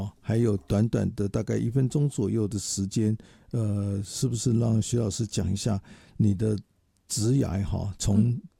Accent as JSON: {"language": "Chinese", "country": "Taiwan", "tie": "born or raised there", "said": "我这个从小在台湾出生长大的小孩啊，今年活到74了，"}